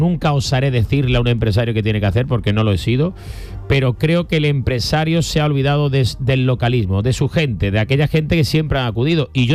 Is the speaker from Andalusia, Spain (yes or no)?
yes; Seville, Andalusia, Spain; Yo soy un sevillano que al centro acude muy poco.